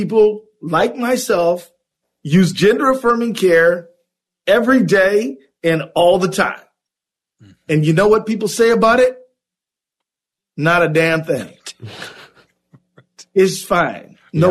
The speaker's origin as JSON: {"language": "English", "town": "Detroit", "region": "Michigan", "country": "United States", "tie": "born or raised there", "moved": "as an adult", "said": "I was born and raised in Detroit, I lived my whole adult life in Minnesota. But but from 0 to about 22, I lived in Detroit."}